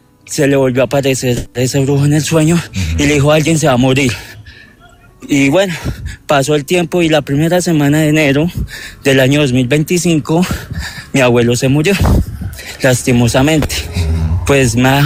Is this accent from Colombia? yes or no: yes; Espinal, Tolima, Colombia; por lo general yo me crié en el Espinal Tolima, ¿sí?